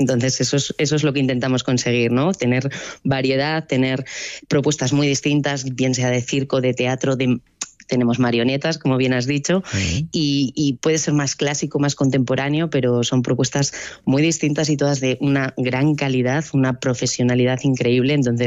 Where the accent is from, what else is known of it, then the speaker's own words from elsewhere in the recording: Araia, Basque Country, Spain; Entonces yo estoy encantada con las propuestas que puedo acercar a Araya, que además es mi pueblo.